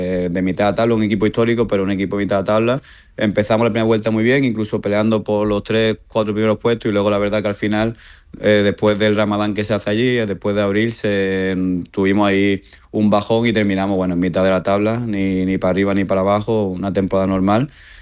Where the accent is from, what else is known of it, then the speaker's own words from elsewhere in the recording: Málaga, Andalusia, Spain; yo nací en Málaga, soy malagueño, me creció en Málaga, mi madre es malagueña.